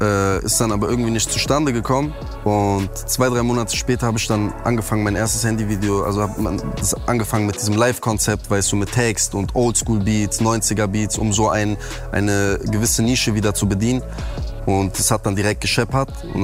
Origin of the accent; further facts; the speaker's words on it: North Rhine-Westphalia, Germany; aber ich komme ja aus NRW, ich komme aus Ding, weißt